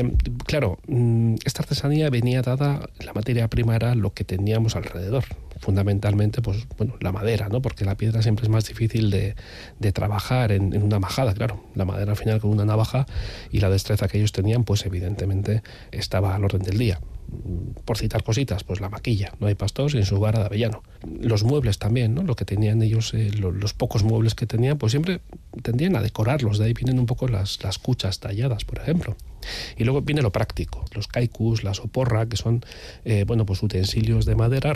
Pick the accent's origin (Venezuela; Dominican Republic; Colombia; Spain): Spain; Basque Country; Claro, y aquí viene, ¿no?, nuestro propio carácter como pueblo vasco.